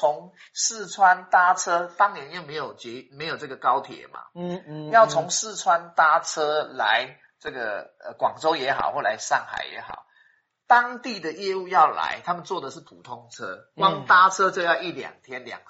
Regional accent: Taiwan; 这个就是这个好像我们台湾话讲说，这个兄弟啊

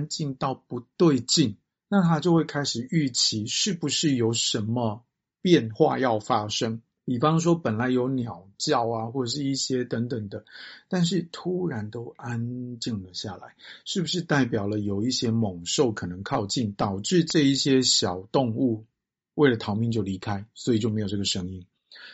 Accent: Taiwan

